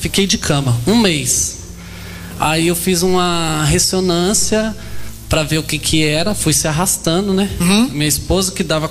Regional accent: Apucarana, Paraná, Brazil; Eu sou lá de Apucarana.

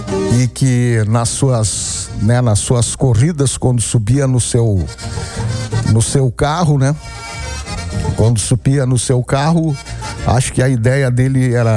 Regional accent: Brazil

